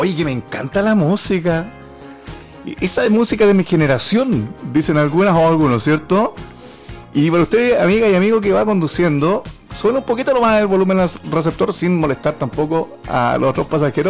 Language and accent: Spanish; Puerto Montt, Los Lagos, Chile; Efectivamente, somos acá de Puerto Montt, de esta hermosa ciudad de Puerto Montt